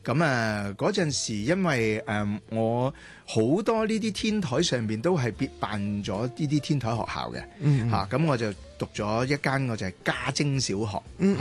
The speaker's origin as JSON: {"language": "Cantonese", "region": "Kowloon", "country": "Hong Kong", "tie": "born or raised there", "said": "我细个的时候我就住石硖尾的。"}